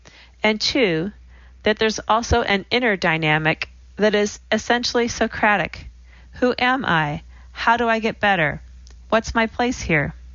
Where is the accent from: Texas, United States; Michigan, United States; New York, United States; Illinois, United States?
Illinois, United States; Chicago; born or raised there